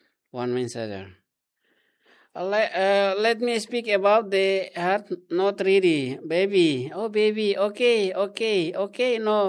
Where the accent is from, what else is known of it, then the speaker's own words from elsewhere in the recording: Timor-Leste; English is a second language; I am from Timor Leste.